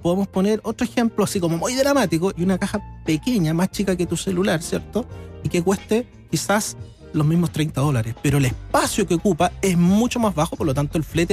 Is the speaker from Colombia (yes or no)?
no; Chile; Somos primero occidentales, segundo somos latinos, y tercero, y más encima, somos chilenos.